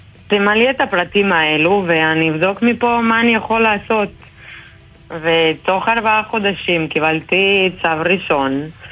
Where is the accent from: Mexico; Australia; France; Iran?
Mexico; Hebrew is a second language; now in Israel; ואני עליתי לארץ ממקסיקו לפני 10 שנים.